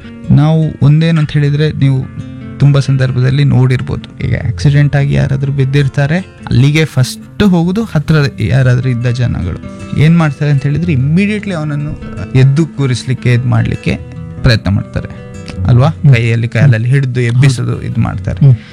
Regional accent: Karnataka, India

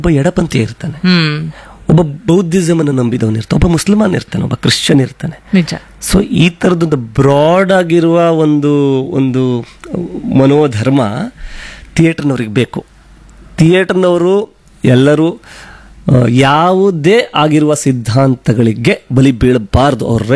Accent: Kundapura, Karnataka, India; ನಾವು ಕುಂದಾಪುರ ತುಳುವವರೆಲ್ಲ

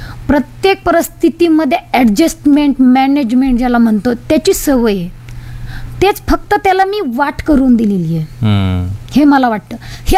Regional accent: Osmanabad, Maharashtra, India; पण मी आवर्जून मी मराठवाड्याची हे वाक्य सांगत असते की मी मराठवाड्यातली आहे, उस्मानाबाद जिल

